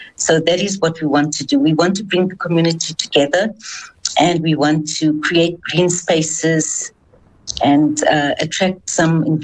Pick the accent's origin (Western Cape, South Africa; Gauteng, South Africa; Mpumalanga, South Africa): Gauteng, South Africa; Bosmont; We are from the Bosmont community.